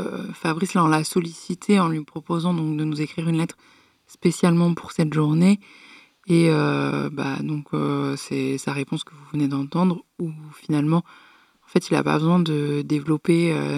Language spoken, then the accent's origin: French; Guadeloupe; now in France; Tout ça parce que je veux rentrer chez moi en Guadeloupe et revoir les miens, et mourir en paix, voilà ma situation depuis que je suis en prison en France.